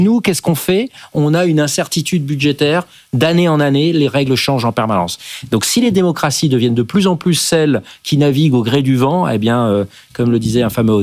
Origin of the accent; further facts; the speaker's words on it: France; chez nous en France